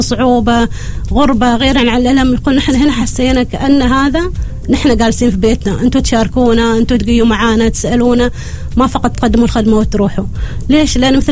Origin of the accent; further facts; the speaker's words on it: Oman; يعني نحن نعطيهم دعم نحن كعمانيين، يعني خاصة المرضى العمانيين محتاجين حد عماني يكلمهم